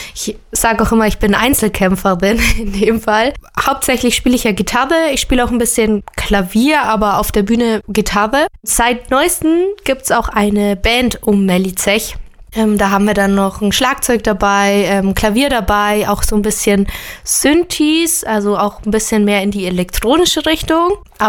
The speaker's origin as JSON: {"language": "German", "region": "Bavaria", "country": "Germany", "tie": "born or raised there", "moved": "as an adult", "lives_now": "Munich, Germany", "said": "Ich komme vom Ammersee, also aus Pell. Das ist so ein ganz, ganz kleines Dorf. Da bin ich aufgewachsen und die Musik treibt mich nach München und eigentlich in die ganze Welt."}